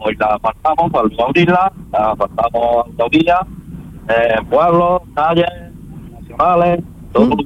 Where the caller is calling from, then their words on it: Villafranca de Córdoba, Andalusia, Spain; Yo vivo en Córdoba.